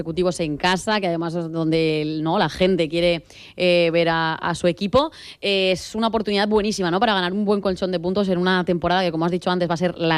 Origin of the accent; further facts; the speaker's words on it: Almería, Andalusia, Spain; a los que somos de la Almería, a los que hemos nacido y hemos visto la afición